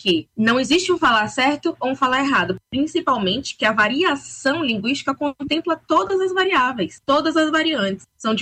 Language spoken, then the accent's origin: Portuguese; Bahia, Brazil; aqui na Bahia, nós temos bastante contribuição e muita influência das línguas africanas no falar soteropolitano. E isso, obviamente, contribuiu para a formação do nosso dialeto